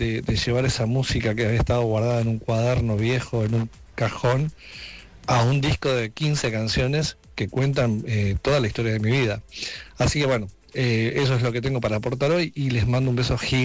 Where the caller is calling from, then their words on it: Uruguay; buenos días desde Uruguay